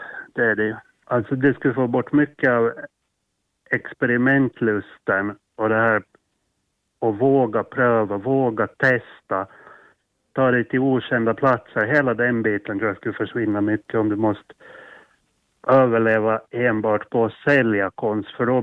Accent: Åland, Åland Islands; moved away; Jag ser mig alltid som 100% ålänning och född och uppvuxen på Åland

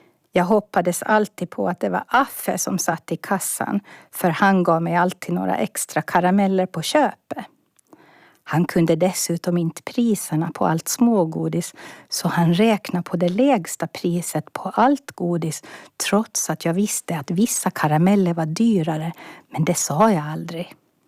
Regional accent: Åland, Finland; now in Stockholm, Sweden; och är född och uppvuxen på Åland men är bosatt i Stockholm

